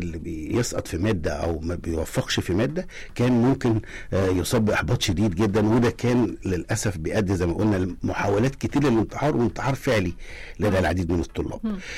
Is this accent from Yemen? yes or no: no; Egypt